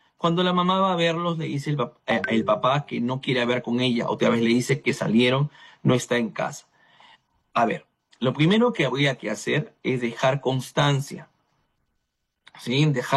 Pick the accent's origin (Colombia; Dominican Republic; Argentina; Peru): Peru; Chiclayo, Lambayeque; bendiciones hasta mi tierra hermosa de Chiclayos